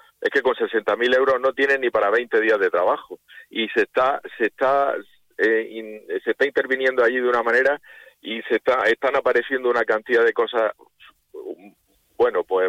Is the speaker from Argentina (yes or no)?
no; Almería, Andalusia, Spain; somos de Almería, ¿sabes? Y parece ser que los de Almería es que estamos aquí en segunda fila